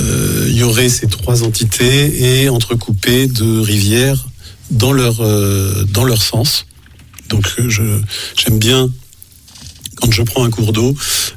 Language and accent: French; Auvergne-Rhône-Alpes, France; now in Tarn / Lot, France; moi je suis originaire d'un petit coin des gorges de l'Allier, donc en Haute-Loire.